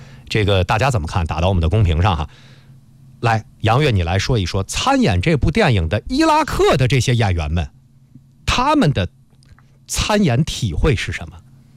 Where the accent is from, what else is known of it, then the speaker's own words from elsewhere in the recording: China; 就是我们中国人说美的最高境界是什么呀，叫美不自知啊